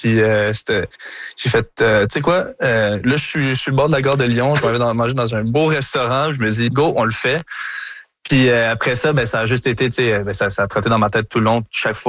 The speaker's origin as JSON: {"language": "French", "town": "Montreal", "region": "Quebec", "country": "Canada", "said": "je suis Montréalais dans l'âme, puis c'est sûr qu'à Montréal, il y a beaucoup de challenges à Montréal"}